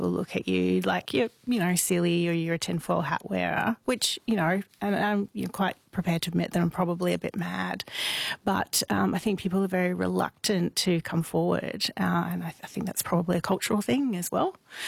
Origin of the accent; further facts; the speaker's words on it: Edinburgh, Scotland, United Kingdom; So I grew up in Edinburgh, which I consider the, you know, the centre of the ghost world.